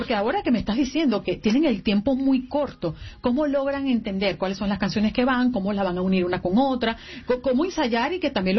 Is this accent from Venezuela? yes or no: yes; Venezuela; moved away; yo soy venezolana